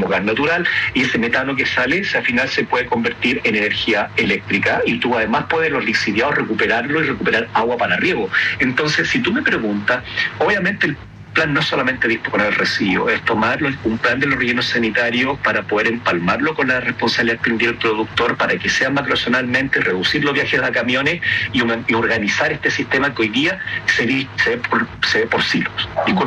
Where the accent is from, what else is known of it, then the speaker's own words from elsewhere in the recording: Iquique, Tarapacá, Chile; Igual que yo soy de Iquique, el comportamiento de la gente de Iquique es muy distinto